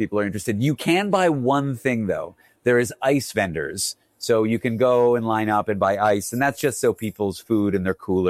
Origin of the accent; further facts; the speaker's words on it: Canada; I'm Canadian.